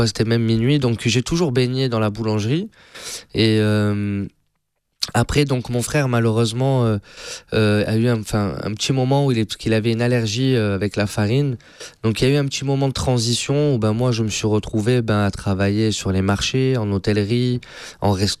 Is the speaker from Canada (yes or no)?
no; Nice, Provence-Alpes-Côte d'Azur, France; c'est un garçon de Nice. Je suis né à Nice.